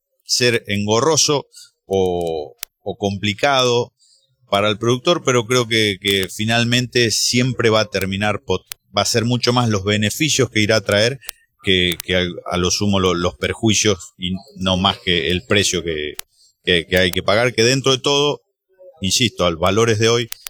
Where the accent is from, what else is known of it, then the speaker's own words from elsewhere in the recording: Santa Fe, Argentina; yo soy de Santa Fe